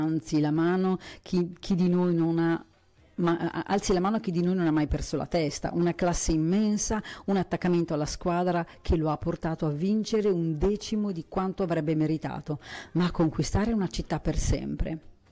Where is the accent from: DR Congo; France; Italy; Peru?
Italy; Lombardy; io sono lombarda